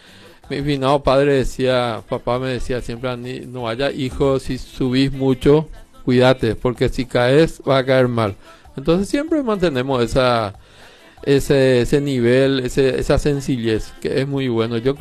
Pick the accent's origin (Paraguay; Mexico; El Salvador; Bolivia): Paraguay; somos paraguayos.